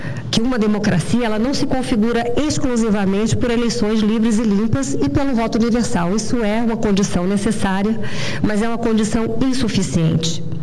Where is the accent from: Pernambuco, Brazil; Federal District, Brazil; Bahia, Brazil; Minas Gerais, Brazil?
Federal District, Brazil; Brasília; porque eu sou de Brasília, eu nasci de Brasília e eu vivo em Brasília. Vivi praticamente a minha vida toda pública aqui em Brasília.